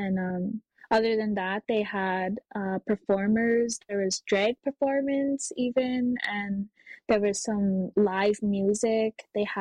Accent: Wabasca, Alberta, Canada; also born or lived in Dillon, Saskatchewan; I'm from Wabasca, Alberta on my late father's side, and that's Woodlands Cree territory. And I'm from Dillon, Saskatchewan on my late mom's side, and that's Dene Sunkline territory.

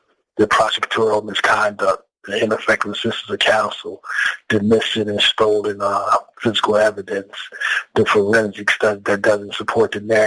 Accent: Gary, Indiana, United States; I'm originally from Gary, Indiana.

